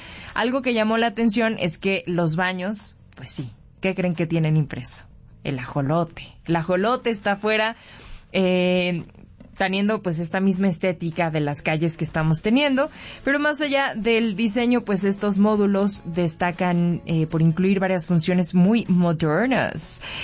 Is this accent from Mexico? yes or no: yes; Mexico